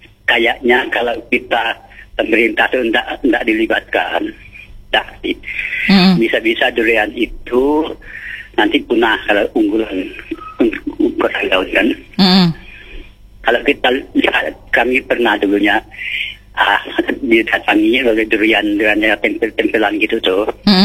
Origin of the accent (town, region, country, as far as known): Sanggau, West Kalimantan, Indonesia